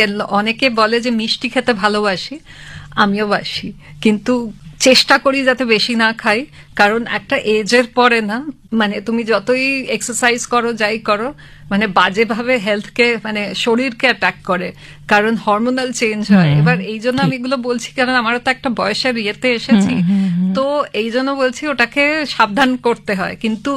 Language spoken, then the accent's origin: Bangla; Kolkata, West Bengal, India; born there; আমি প্রচণ্ডভাবে বাঙালি, কারণ আমি অ্যাকচুয়ালি তো এখানেই জন্মেছি কলকাতাতে। আর আমি মানে অনেক আমার বন্ধুরা আছে কলকাতার বন্ধুরা, যারা বলে তুই তো বাংলা বলতেই পারিস না, কিন্তু আমি যথেষ্ট বাঙালি। আমি বাংলা পড়েওছি, পড়তে জানি আজও